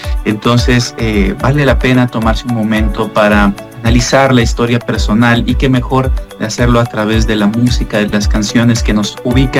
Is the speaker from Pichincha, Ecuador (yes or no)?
no; Ambato, Tungurahua, Ecuador; Yo soy de Ecuador, soy de Ambato, Ecuador.